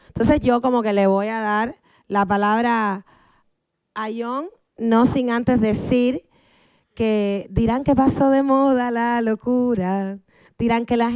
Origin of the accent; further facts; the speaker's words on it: Cuba; creo que mi tierra es como la más linda del mundo y hay que saber la verdad de las luces y las sombras de Cuba